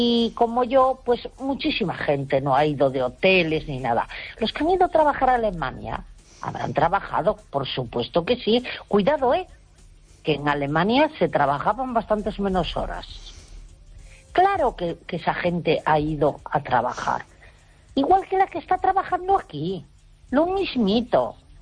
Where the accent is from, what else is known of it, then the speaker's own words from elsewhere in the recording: Galicia, Spain; born there; moved away; venir a Galicia, a mi pueblo, desde donde ahora estoy hablando.